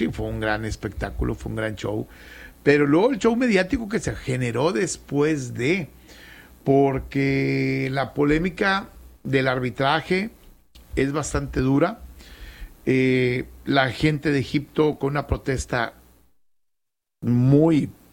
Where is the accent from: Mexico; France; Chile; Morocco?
France; pensando que como soy francés, le vamos a ayudar, voy en contra de los argentinos.